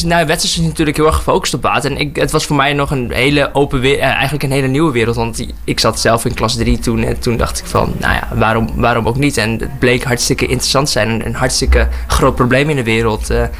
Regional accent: Myanmar; now in Netherlands; ik zeg zelf altijd … maar ik kom oorspronkelijk uit Myanmar. In het Nederlands zeg, ik bedoel, in Burmees zeggen we

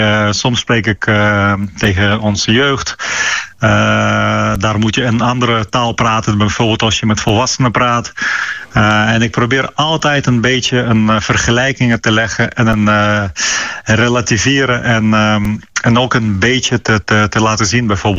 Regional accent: Ukraine; Dutch is a second language; omdat ik uit Oekraïne kom en Oekraïne vecht jarenlang tegen Russische agressie

